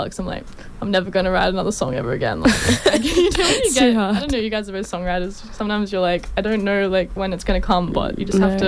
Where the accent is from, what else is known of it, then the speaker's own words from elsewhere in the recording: Queensland, Australia; I'm from North Queensland, so definitely used to the heat.